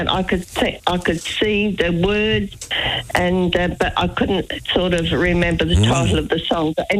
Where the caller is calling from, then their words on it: Birkenhead, South Australia, Australia; I'm ringing from Birkenhead, South Australia.